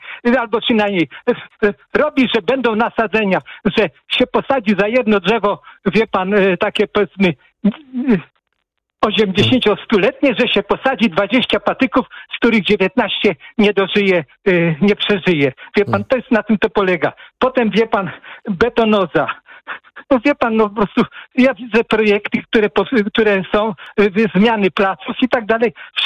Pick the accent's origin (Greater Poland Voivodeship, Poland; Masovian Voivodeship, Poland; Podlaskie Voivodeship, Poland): Masovian Voivodeship, Poland; Płock; Ja jestem z Płocka, znam tutejszy przemysł, znaczy rafinerię petrochemię bardzo dobrze